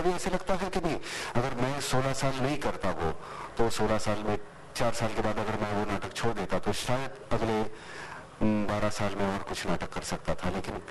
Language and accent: Hindi; Maharashtra, India; मेरा बचपन गांव में बीता, मेरे जंजरा में, पहली से सातवीं तक।